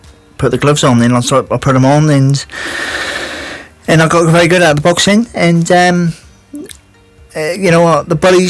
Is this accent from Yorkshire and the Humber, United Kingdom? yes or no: no; Plymouth, South West England, United Kingdom; Well, I was born in Freedom Fields Hospital.